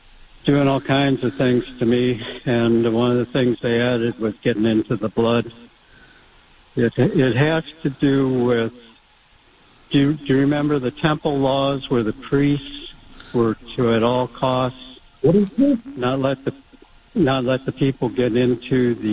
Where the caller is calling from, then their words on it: San Diego, California, United States; San Diego.